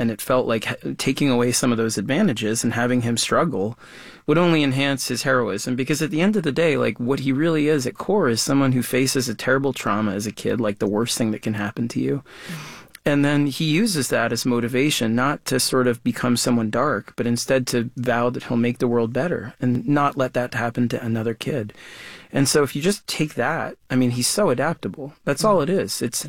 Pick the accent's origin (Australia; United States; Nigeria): United States; New York; For me, growing up in New York, Batman felt real and immediate when he was going up against the things that I was afraid of as a kid.